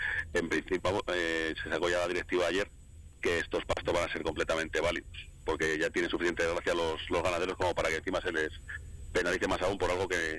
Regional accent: Segovia, Castile and León, Spain; born there; En mi pueblo aquí en Segovia

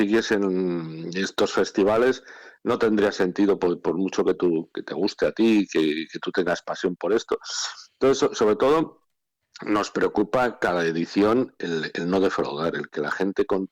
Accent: Peñaranda de Bracamonte, Castile and León, Spain; born there; Pero yo nací en Peñaranda de Bracamonte.

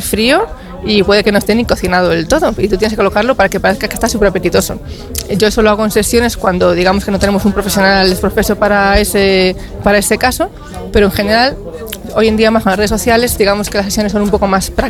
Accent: Vigo, Galicia, Spain; moved away as an adult; also born or lived in Madrid; now in Arcos, Spain; Pues yo soy gallega, de Vigo, y estudié en Madrid.

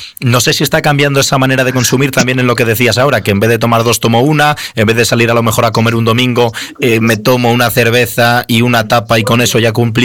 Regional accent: León, Castile and León, Spain; me dice Lucía que como leonés de pro que soy, siempre barro para casa

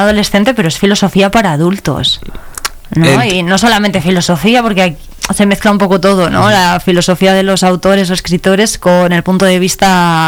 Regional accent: Cevico de la Torre, Castile and León, Spain; Cevico de la Torre, que es mi pueblo

